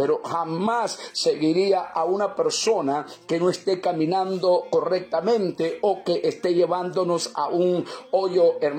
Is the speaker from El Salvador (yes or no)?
yes; El Salvador; él es de Pensilvania y yo vengo de El Salvador.